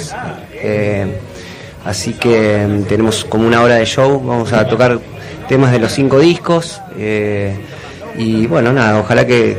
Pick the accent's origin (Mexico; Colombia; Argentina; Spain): Argentina; Santa Fe; hemos hecho canciones con artistas de todos los géneros de Santa Fe, no solamente el rock, es de donde yo vengo